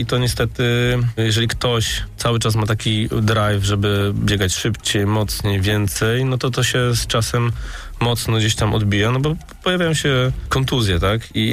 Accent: Gdańsk, Pomeranian Voivodeship, Poland; Jestem z 1980 roku, wychowałem się na osiedlu Chełm tutaj w Gdańsku

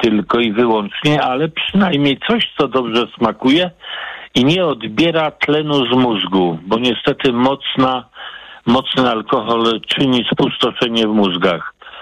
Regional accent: Poznań, Greater Poland Voivodeship, Poland; Dzień dobry, kłania się rodowity Poznaniak, czyli skorpion totalny ….

